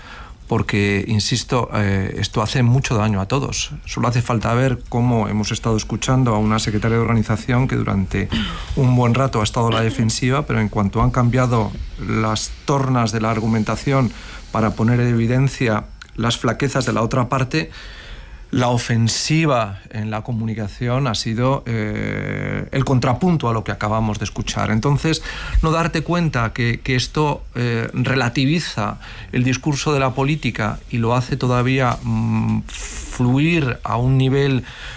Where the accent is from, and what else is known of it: Cantabria, Spain